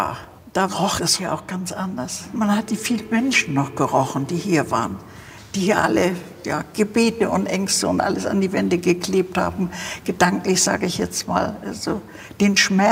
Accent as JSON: {"language": "German", "region": "Hamburg", "country": "Germany", "tie": "born or raised there", "said": "Hier bin ich groß geworden. Na ja, bis raus aus der Tür."}